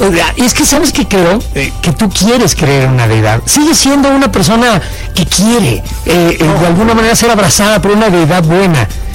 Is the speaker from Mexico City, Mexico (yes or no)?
yes; Mexico City, Mexico; born or raised there